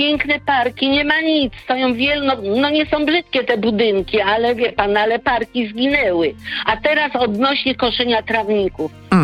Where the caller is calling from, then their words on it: Gdynia, Pomeranian Voivodeship, Poland; Ja mieszkam w Gdyni